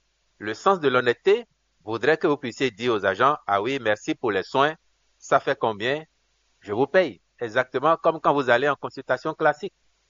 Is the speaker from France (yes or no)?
no; Benin